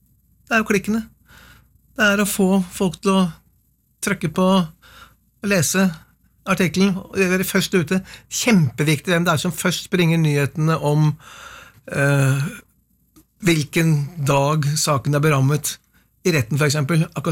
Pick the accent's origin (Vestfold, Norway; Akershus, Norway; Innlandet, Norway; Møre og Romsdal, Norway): Akershus, Norway; Kløfta; born or raised there